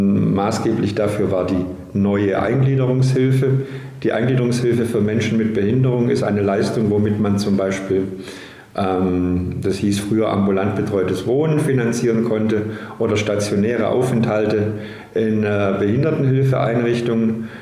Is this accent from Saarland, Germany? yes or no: no; Kirchentellinsfurt, Baden-Württemberg, Germany; born there; also born or lived in Tübingen / Stuttgart / Marburg / Ludwigsburg; Ich bin zwar gebürtiger Tübinger, in Kirchentellinsfort aufgewachsen, habe aber meine Grund-, Haupt- und Realschule in Stuttgart besucht, auf der Schule für Sehbehinderte, habe mein Abitur an der Deutschen Blinden Studienanstalt in Marburg gemacht, habe in Ludwigsburg studiert